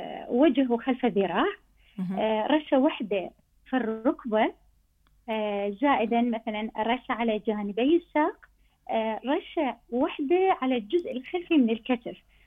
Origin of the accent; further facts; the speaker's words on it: Iraq; احنا عندنا بالعراق الجو يعني يصير جدا حار،